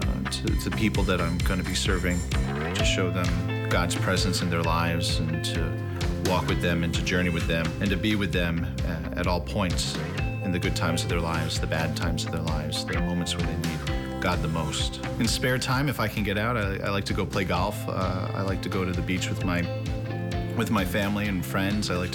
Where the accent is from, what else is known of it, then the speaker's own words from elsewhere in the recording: Manasquan, New Jersey, United States; I'm from Manasquan. I'm 30 years old, and my home parish is St. Catherine's in Spring Lake.